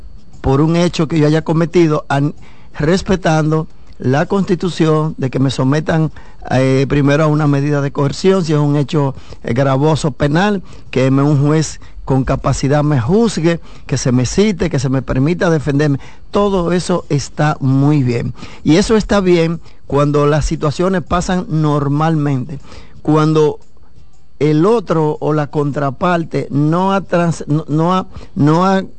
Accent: Dominican Republic; como abogado, como padre de familia, como dominicano

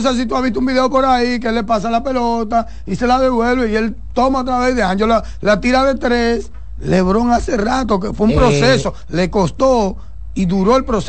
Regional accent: Dominican Republic; porque somos dominicanos

